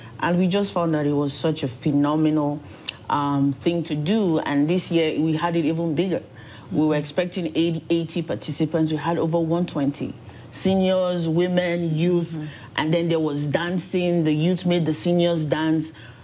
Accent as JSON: {"language": "English", "country": "Nigeria", "tie": "born there", "moved": "yes", "said": "Okay, so I was born in Nigeria, and I grew up, you know, hanging out with my grandparents, my parents"}